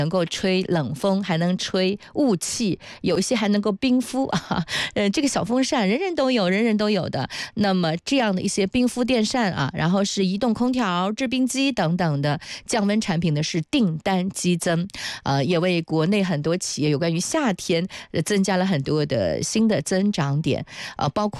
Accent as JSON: {"language": "Chinese", "country": "China", "said": "所以就显示我们中国人的智慧了"}